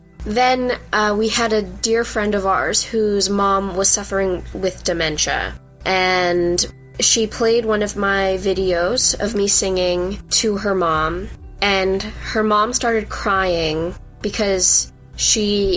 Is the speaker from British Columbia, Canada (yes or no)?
yes; North Vancouver, British Columbia, Canada; I am 19 years old. I've been born and raised in North Vancouver.